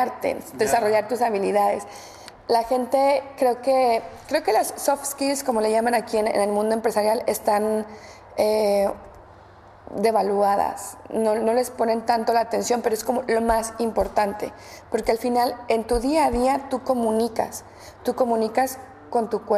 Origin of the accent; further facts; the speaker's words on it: Mexico; Mexicanos, yo soy mexicana, sí.